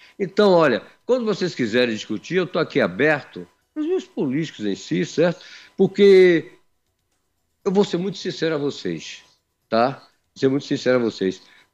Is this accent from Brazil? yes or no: yes; Brazil; todos nós somos brasileiros